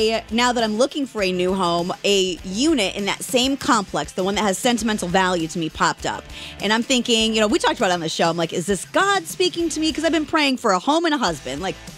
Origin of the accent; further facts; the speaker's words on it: Wyoming, Michigan, United States; moved away as an adult; now in Seattle, United States; When I think about home, I don't think of Wyoming, Michigan, where I grew up. I think of Kirkland, Washington, right?